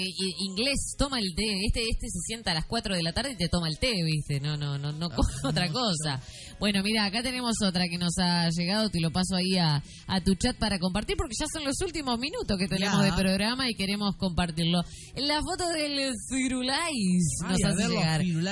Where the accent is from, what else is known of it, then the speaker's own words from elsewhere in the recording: Argentina; nos une como argentinos